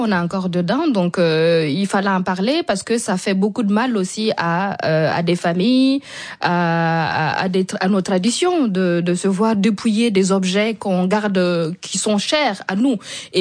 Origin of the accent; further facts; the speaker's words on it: Burkina Faso; chez nous au Burkina, donc vous savez, en fait on a ce respect là chez nous les Burkinabés